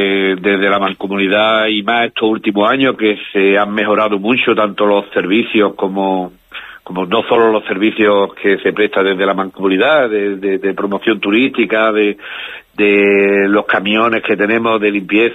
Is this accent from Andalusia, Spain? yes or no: yes; Canillas de Albaida, Andalusia, Spain; yo soy de Canella de Albaida, allí ya hace años que tenemos un camping de caravana